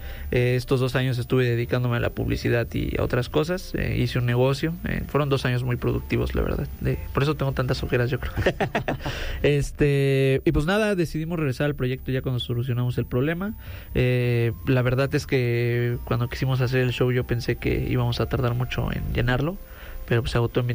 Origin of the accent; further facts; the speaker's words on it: Acolman, State of Mexico, Mexico; also born or lived in Teotihuacán; now in Mexico City, Mexico; soy originario de Acolma, Estado de México, residente de Santa María la Ribera, en la calle Cuauhtémoc. Tengo 28 años